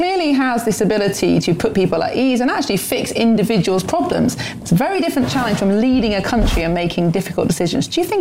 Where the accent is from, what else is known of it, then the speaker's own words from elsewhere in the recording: Sheffield, Yorkshire and the Humber, United Kingdom; And, you know, I grew up in Sheffield. I lived in Sheffield all my life until the last 2 years.